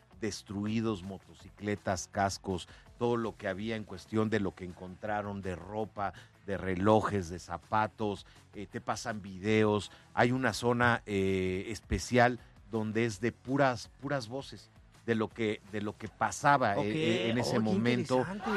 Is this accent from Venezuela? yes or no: no; Mexico; O sea, totalmente ese orgullo de decir, soy mexicano, pero en verdad soy mexicano, no nada más cuando es 15 de septiembre. Hay que sentirnos orgullosos de la tierra en la que vivimos, porque nuestra patria es rica.